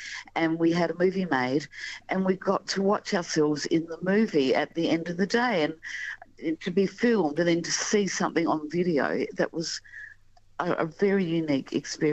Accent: Blackwood, South Australia, Australia; But I was part of the inaugural Come Out Festival in 1974. And I was chosen from Blackwood Primary with one other child, and I didn't realise the significance of it.

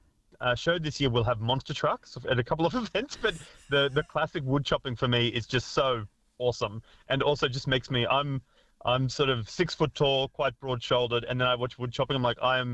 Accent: Queensland, Australia; So I grew up in North Queensland and I've won a couple of things there.

